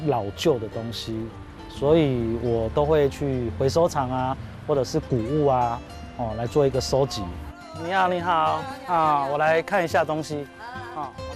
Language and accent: Chinese; Kaohsiung, Taiwan; 我是高雄人，男子啊，在地这边就是在这里啊。以前这边像乡下一样，但是事隔几年之后变成繁华了。年轻的时候十七八岁的时候就离开这个地方